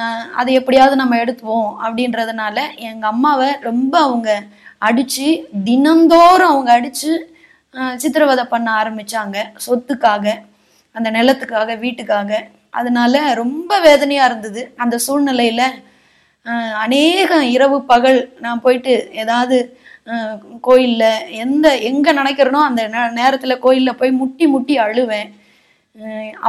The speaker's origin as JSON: {"language": "Tamil", "town": "Gingee", "region": "Tamil Nadu", "country": "India", "tie": "born or raised there", "said": "என்னுடைய சொந்த ஊர் வந்து செஞ்சி. செஞ்சிலிருந்து ஒரு 8 கிலோமீட்டர் உள்ள காரானந்தல் அப்படின்ற வில்லேஜ்."}